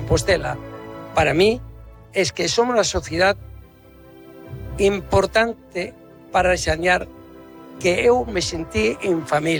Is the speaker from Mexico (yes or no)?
no; Palestine; Palestina es mi tierra, es una nací allí. Palestina es mi tierra. Repito, mi tierra está conmigo. Yo soy Palestina.